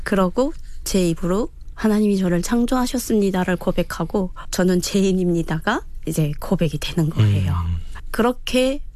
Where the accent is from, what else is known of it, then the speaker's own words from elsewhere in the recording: North Korea; born there; 북한에서 태어난 게 그다음부터 감사했어요.